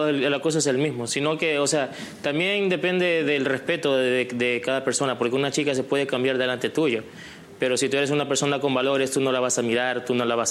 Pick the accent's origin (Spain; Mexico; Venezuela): Venezuela; now in Peru; Soy venezolano, pero mi papá es peruano.